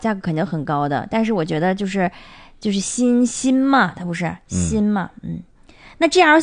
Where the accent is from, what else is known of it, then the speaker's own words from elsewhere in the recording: Northeast China, China; 咱们东北人